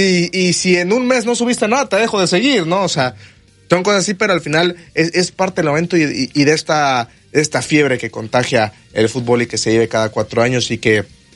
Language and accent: Spanish; Mexico; los mexicanos les devolvemos ese apoyo